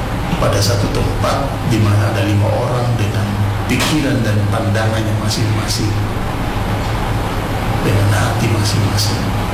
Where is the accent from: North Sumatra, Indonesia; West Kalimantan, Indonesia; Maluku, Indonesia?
Maluku, Indonesia; kita mengakui sebagai orang Kei karena 400 tahun, 500 tahun lalu leluhur kita sudah di sini.